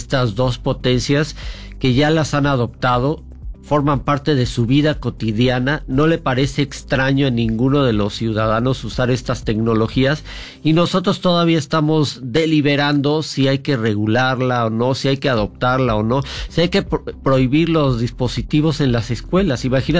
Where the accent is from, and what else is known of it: Mexico